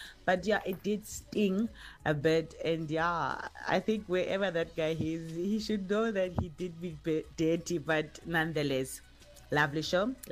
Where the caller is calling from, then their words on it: Gauteng, South Africa; here from the West Rand.